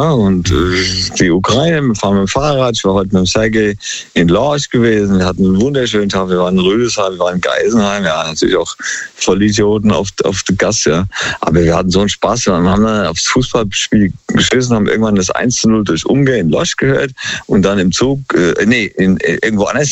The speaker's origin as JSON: {"language": "German", "region": "Crete", "country": "Greece", "lives_now": "Germany", "said": "Und dann am 5. von Athen übersieht auf Kreta, meine Heimat eigentlich, Pate Castro."}